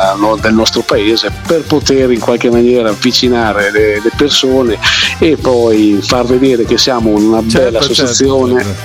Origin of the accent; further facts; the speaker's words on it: Fermignano, Marche, Italy; il mio paese è poco distante dall'ospedale di Urbino